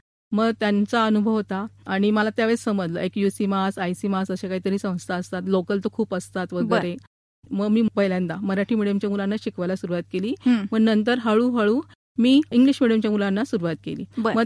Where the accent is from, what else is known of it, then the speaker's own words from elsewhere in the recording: Nashik, Maharashtra, India; moved away as an adult; now in Palghar, India; माझं नाशिक इथं शिक्षण झालंय. मी मूळची नाशिकचीच, पण मी लग्न करून तारापूरला गेली.